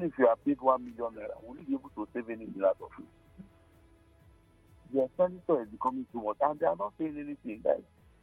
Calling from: Port Harcourt, Rivers, Nigeria; I'm calling from Market Street.

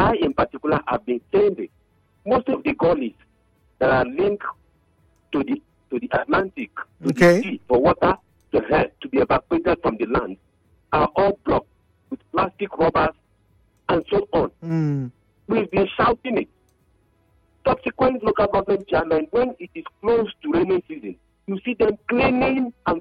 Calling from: Bonny, Rivers, Nigeria; I'm calling from Boni.

